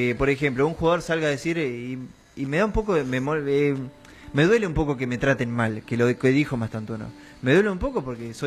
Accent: Argentina

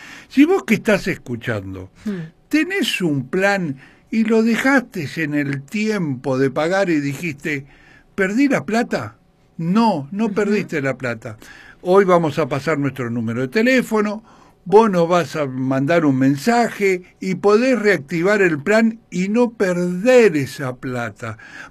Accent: San Carlos de Bariloche, Río Negro, Argentina; yo soy de Bariloche.

